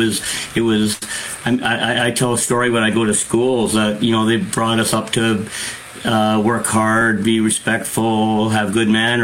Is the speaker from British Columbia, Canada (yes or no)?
yes; Port Coquitlam, British Columbia, Canada; where we grew up in Port Coquitlam, was no different than any other Canadian kid at the time.